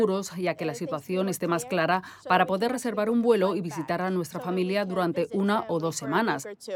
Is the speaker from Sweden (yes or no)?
yes; Sweden; Nací y crecí en Suecia, pero soy de Irak.